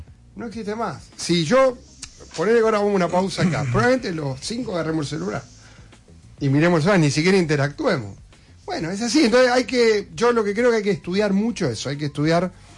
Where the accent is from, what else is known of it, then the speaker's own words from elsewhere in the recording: Rosario, Santa Fe, Argentina; yo viví toda mi vida en Rosario, soy muy rosarino